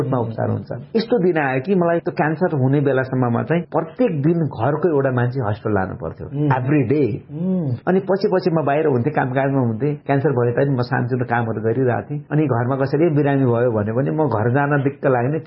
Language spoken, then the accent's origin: Nepali; Surkhet, Karnali Province, Nepal; म सुर्खेतको देखेँ जुन घरमा म जन्मेको हुर्केको ठाउँ थियो